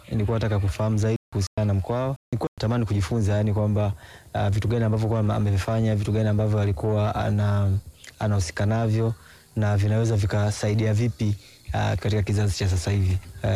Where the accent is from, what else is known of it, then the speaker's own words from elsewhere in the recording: Songea, Ruvuma, Tanzania; now in Dodoma, Tanzania; mwenyeji wa Songea, lakini sasa hivi makazi yangu yako Dodoma.